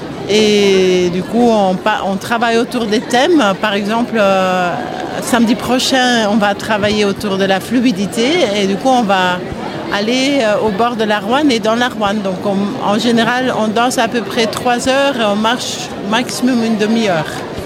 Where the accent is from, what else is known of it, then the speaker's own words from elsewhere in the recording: Flanders, Belgium; French is a second language; moved away as an adult; now in France; Je suis flamande.